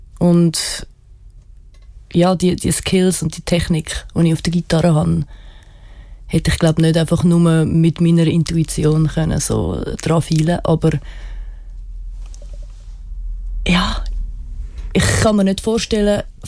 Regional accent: Bandung, West Java, Indonesia; in Bandung, Indonesien, wo ich aufgewachsen bin, hat es so Fester gehabt, so Dorffester.

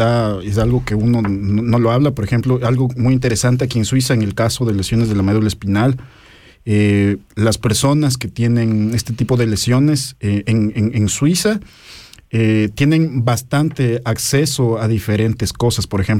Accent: Ecuador; y bueno, por ese lado es importante también para mí como ecuatoriano estar preparado en este tipo de cosas

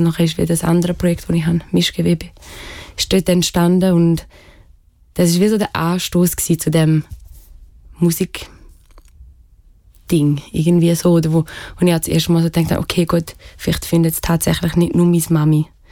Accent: Graubünden, Switzerland; Es gibt dort, wo ich aufgewachsen bin, nicht mega viele Vorbilder für das.

